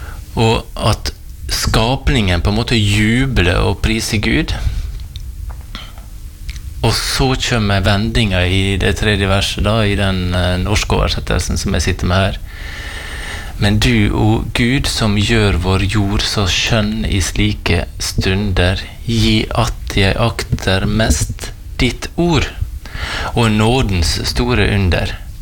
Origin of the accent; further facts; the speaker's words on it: Valderøya, Møre og Romsdal, Norway; moved away; also born or lived in Trøndelag; Opprinnelig så kommer jeg fra Valdrøya. Jeg har fire barn og en kone. Alle ungene snakker trøndersk, og det kommer nok av at vi har bodd der oppe i 20 år.